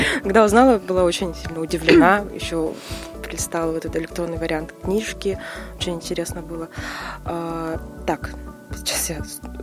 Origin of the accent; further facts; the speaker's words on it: Sakha Republic, Russia; first language Yakut; Russian is a second language; я якутка, до 4-5 лет я на русском не говорила.